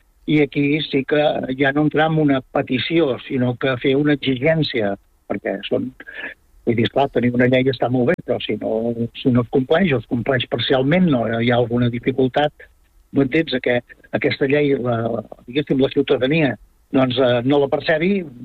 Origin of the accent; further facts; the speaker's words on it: Vic, Catalonia, Spain; Jo sí, jo sóc de Vic.